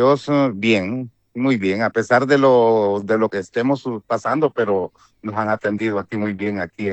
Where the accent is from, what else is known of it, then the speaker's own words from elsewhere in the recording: Navas del Rey, Community of Madrid, Spain; Soy de Navas del Rey, de la colonia Puente San Juan.